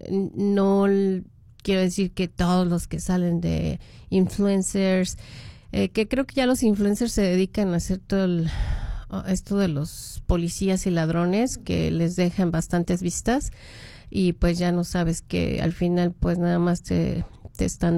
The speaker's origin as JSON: {"language": "Spanish", "region": "Mexico City", "country": "Mexico"}